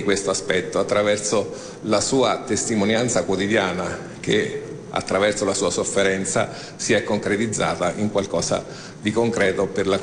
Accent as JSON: {"language": "Italian", "region": "Umbria", "country": "Italy", "said": "Io vengo dall'Umbria"}